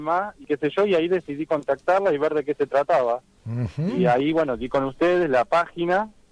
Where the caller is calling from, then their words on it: Mar del Plata, Buenos Aires Province, Argentina; Les hablo desde Argentina.